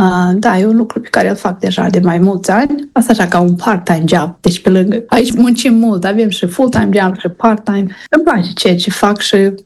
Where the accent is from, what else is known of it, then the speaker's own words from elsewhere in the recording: Lozova, Moldova; moved away as an adult; eu mă mândresc foarte mult că sunt lozoveancă și sunt din Moldova